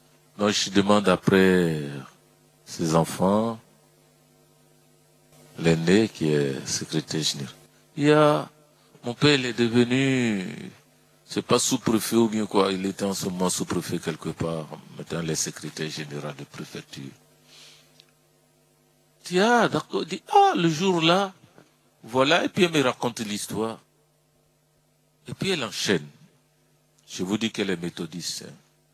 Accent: Abidjan, Côte d’Ivoire; J'ai grandi à Port-Bois avec un de leurs enfants

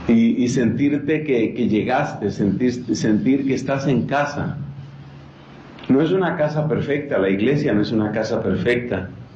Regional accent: Colombia

